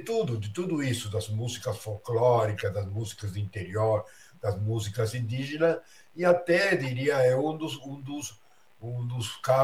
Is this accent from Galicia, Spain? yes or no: no; Málaga, Andalusia, Spain; now in Brazil; Isso, nasci no Andalucía.